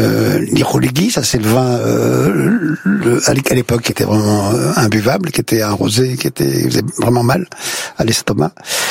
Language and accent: French; Paris, Île-de-France, France; moi qui suis un peu grincheux, je suis parisien.